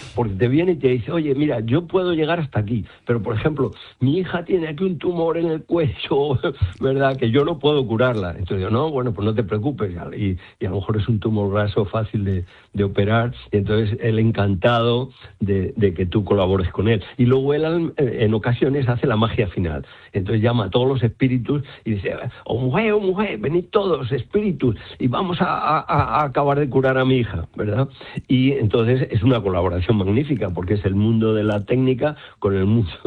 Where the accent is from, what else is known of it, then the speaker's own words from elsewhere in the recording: Madrid, Community of Madrid, Spain; moved away as an adult; now in La Armuña, Salamanca, Spain; soy madrileño de Chamberí y me he ido a vivir a la Armuña Salmantina